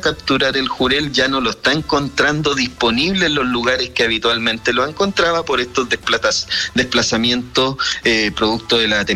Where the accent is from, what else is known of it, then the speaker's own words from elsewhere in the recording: Talcahuano, Biobío, Chile; Yo soy particularmente de Talcahuano, conozco la historia muy bien. En Talcahuano llegaron a capturar cerca de 4 millones de toneladas de jurel en los años 90.